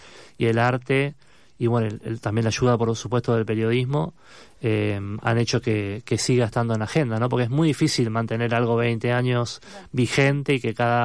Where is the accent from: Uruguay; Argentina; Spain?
Argentina